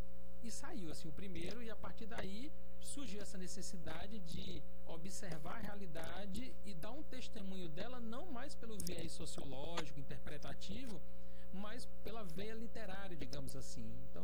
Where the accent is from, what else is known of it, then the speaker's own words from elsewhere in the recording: Juazeiro do Norte, Ceará, Brazil; Eu sou da primeira geração que nasceu na cidade, meus pais são da zona rural, migraram para a cidade. Eu sou de Juazeiro do Norte